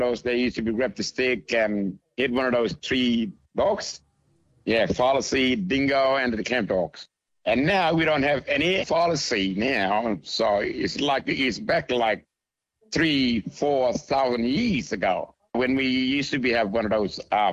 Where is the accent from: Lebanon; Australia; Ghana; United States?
Australia; Gunbalanya, Northern Territory; We live around about 300 people, small community, and I'm from Gunbalanya in Northern Territory. So I lived here all in my life, also grew up here. And also … also I'm a Kunyawinkle person.